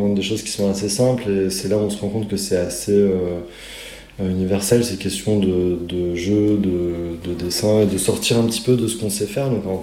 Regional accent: Grenoble, Auvergne-Rhône-Alpes, France; now in Strasbourg, France; Moi, j'habite à Strasbourg, mais je suis originaire de Grenoble.

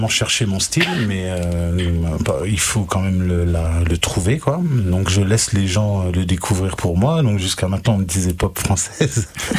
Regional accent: Briey, Grand Est, France; Précisément de Briey.

